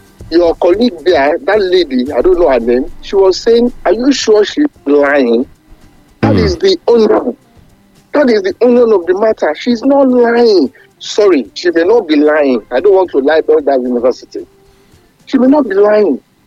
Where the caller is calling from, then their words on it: Ibadan, Oyo, Nigeria; I'm calling from Iyagoku, Ibadan.